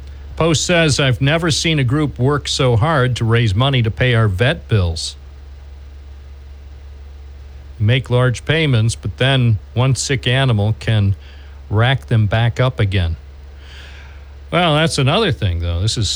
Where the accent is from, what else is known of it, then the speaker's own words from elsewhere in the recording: Endicott, New York, United States; also born or lived in Endwell; When I was growing up in Endwell and Endicott